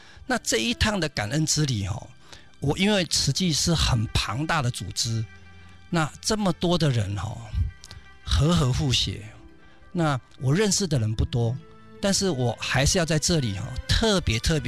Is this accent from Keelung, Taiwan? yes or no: no; Hualien, Hualien County, Taiwan; 因为我是花莲人